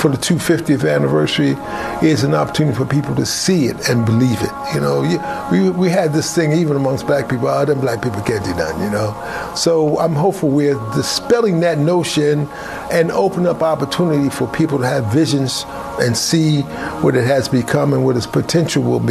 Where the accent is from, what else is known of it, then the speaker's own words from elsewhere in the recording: Philadelphia, Pennsylvania, United States; I was born in Philadelphia and worked and grew up in the Strawberry Mansion area of the city in 1942.